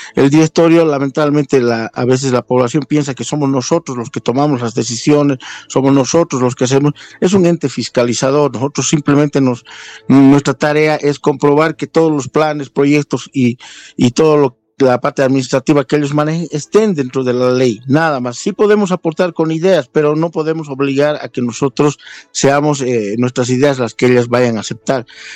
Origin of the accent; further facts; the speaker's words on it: Bolivia; no podemos nosotros como bolivianos arriesgar 80 millones de dólares